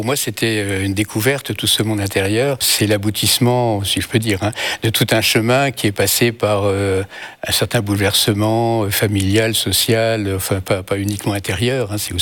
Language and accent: French; Toulouse, Occitanie, France; born there; Donc si je suis né à Toulouse, c'est pour cela.